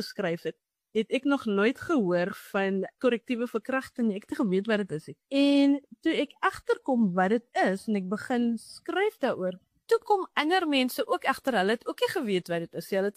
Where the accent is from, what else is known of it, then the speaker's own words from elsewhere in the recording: Grabouw, Western Cape, South Africa; moved away as an adult; Ek het op Grabouw groot geword waar ek nou weer bly. Ek was vir 'n lang tyd weg.